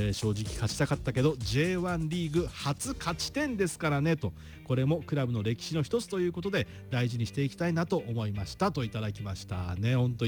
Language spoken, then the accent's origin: Japanese; Sano, Tochigi, Japan; moved away; 私のふるさとの栃木の佐野はあのフルーツも有名で、フルーツラインっていう道路があるくらいなんですよ。